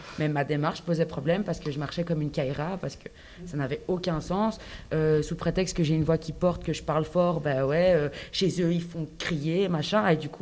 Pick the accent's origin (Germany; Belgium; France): Belgium; moi j'ai grandi en Belgique, je parle que français